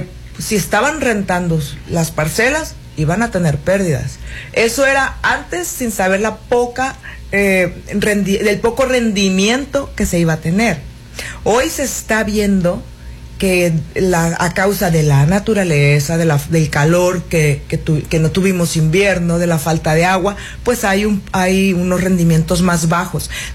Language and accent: Spanish; Sinaloa, Mexico; también aquí en Sinaloa